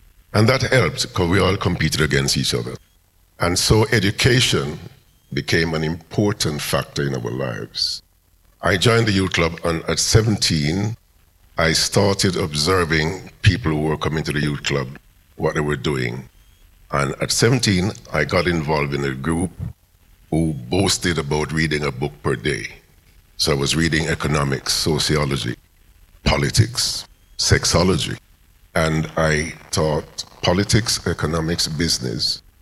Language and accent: English; Kingston, Jamaica; So I grew up in West Kingston with all my brothers and sisters